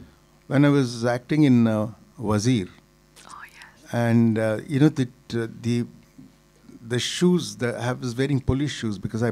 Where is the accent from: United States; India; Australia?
India; South India; because I'm South Indian, and you know, if somebody touches the feet, you feel uncomfortable.